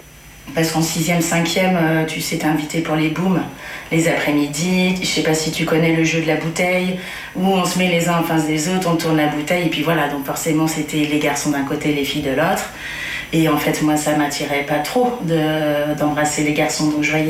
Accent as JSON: {"language": "French", "region": "Nouvelle-Aquitaine", "country": "France", "tie": "born or raised there", "moved": "as an adult", "said": "À 22, j'ai quitté les Deux-Sèvres et je suis allée à la ville pour vraiment assumer mon homosexualité. Je me sentais pas à l'aise de ramener une fille chez ma mère"}